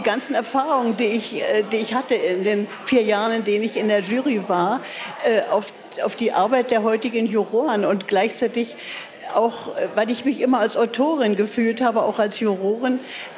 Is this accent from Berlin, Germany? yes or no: yes; Berlin, Germany; ich bin eine Berliner Spottdrossel.